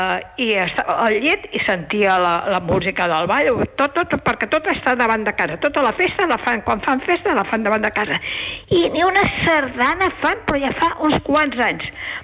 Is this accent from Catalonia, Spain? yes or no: yes; La Pobla de Lillet, Catalonia, Spain; now in Sabadell, Spain; soc de la Pobla de Lillet